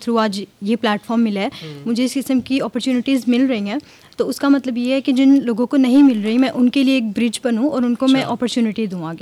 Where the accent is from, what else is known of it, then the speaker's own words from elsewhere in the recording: Faisalabad, Punjab, Pakistan; اور میں فیصلہ آباد سے ہوں.